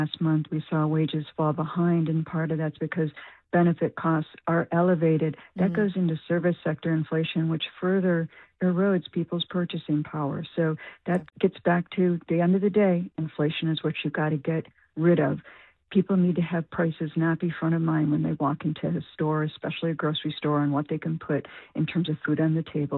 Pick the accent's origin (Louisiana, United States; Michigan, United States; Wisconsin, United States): Michigan, United States; Detroit; That, of course, was the extreme in the 1970s, which I grew up with in the Detroit area in the 1970s.